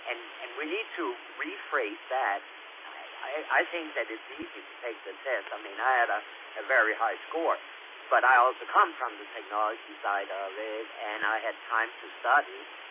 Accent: Denmark; moved away; I'm born and raised in Denmark

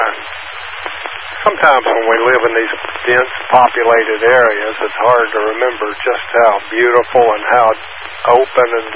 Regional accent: Kentucky, United States; moved away; We went to my hometown, which is in the far western part of the state.

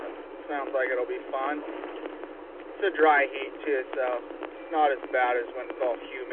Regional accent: Thousand Oaks, California, United States; born or raised there

